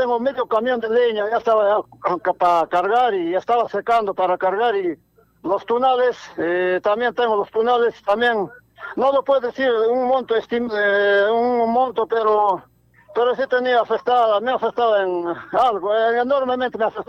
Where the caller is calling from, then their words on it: Maca, Arequipa, Peru; No, yo soy distrito de Maca. De Maca. Yo estoy llamando distrito de Maca.